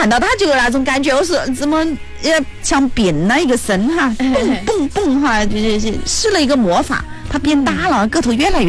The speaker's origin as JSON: {"language": "Chinese", "country": "China", "said": "水果都是陪伴我们中国人走过了无数个世纪的轮回"}